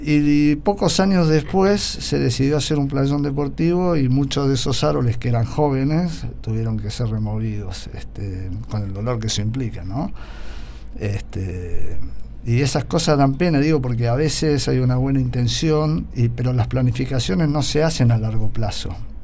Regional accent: Córdoba, Argentina; Bueno, pasó lo mismo en Córdoba. Yo soy cordobés y fui hace poco, y lo que ha cambiado en 10, 15 años es, de hecho, ya se habla del Gran Córdoba, el Gran Rosario.

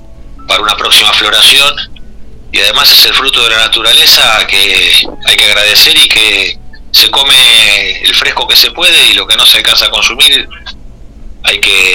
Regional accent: Argentina

